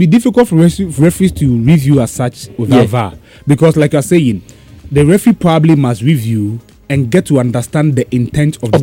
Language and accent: English; Ghana; Forget about the fact that I'm a Ghanaian. I am a Ghanaian anyway, but forget about that.